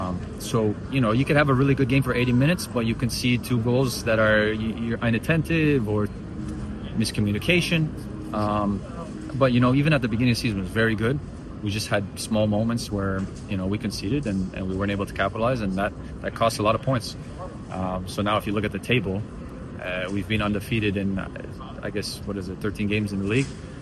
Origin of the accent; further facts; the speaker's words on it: Belgium; moved away as an adult; now in Canada; I grew up in Belgium, and it was a very, very competitive environment. And so I never had my opportunity there. And then I came to Canada